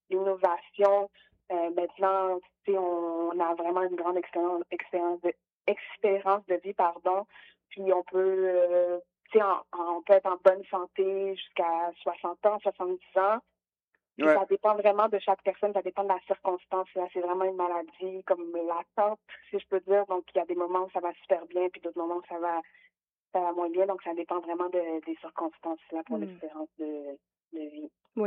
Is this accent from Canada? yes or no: yes; Quebec City, Quebec, Canada; Donc, puis moi, j'étais de Québec et je venais jusqu'à Montréal pour aller à sa clinique, là.